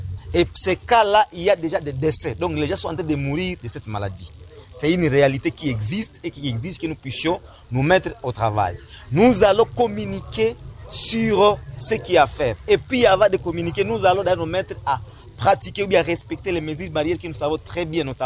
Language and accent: French; Butembo, North Kivu, DR Congo; ici chez nous à Ville de Boutembo.